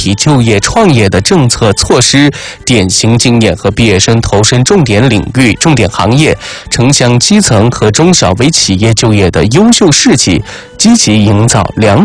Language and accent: Chinese; Sichuan, China; 也就是我们四川话的所谓的谷子哈